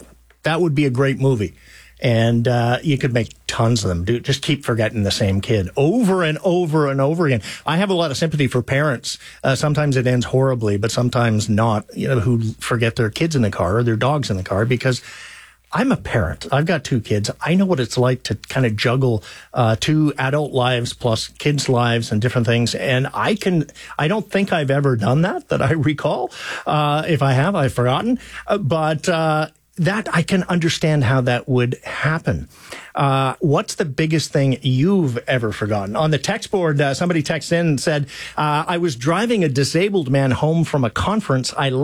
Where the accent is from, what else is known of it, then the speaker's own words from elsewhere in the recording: Western Canada, Canada; where I grew up in Western Canada